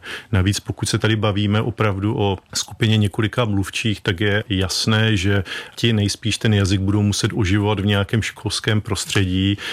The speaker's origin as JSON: {"language": "Czech", "town": "Opava", "region": "Moravian-Silesian Region", "country": "Czechia"}